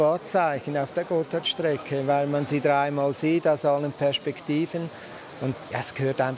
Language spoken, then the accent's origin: German; Göschenen, Uri, Switzerland; Ich komme ja von Göschenen, das ist mein Heimatort. Und ich bin natürlich schon als Kind gerne am Bahnhof und habe geschaut.